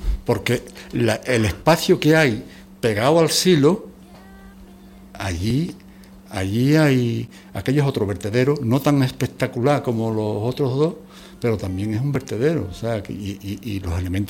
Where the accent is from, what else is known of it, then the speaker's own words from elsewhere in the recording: Utrera, Andalusia, Spain; born there; also born or lived in Extremadura; Yo no soy de Utrera, yo nací en Extremadura, en un pueblito idílico de Extremadura, una Macondo, ¿no? Y, en fin, a mí me trajeron aquí mis padres en la época Yeye, o sea, yo llegué aquí en Utrera en el año 68.